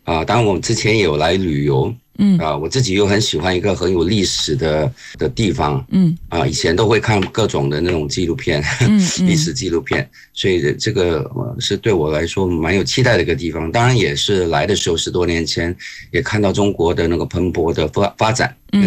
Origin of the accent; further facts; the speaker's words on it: Singapore; moved away as an adult; now in China; 我是土生土长的新加坡人，